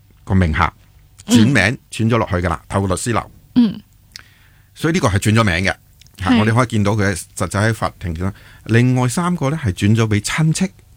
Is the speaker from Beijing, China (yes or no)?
no; Guangdong, China; 在我们广东人就很多时候就希望有物业揸手